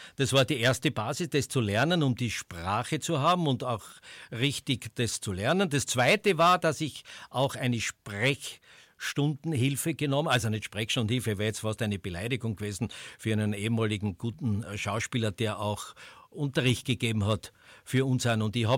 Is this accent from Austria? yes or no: yes; Styria, Austria; accent: Styrian; und ich war halt auch ein Steirer, der halt ein bisschen schert.